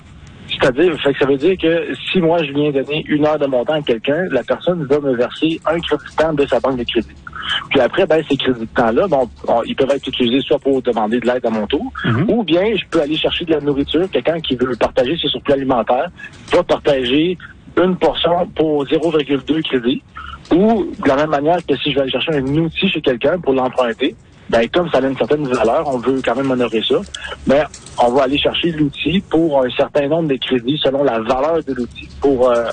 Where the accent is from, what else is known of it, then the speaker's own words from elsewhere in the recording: Cacouna, Quebec, Canada; now in Saint-Clément, Canada; Puis Kakuna, après, ben moi, je suis natif de là.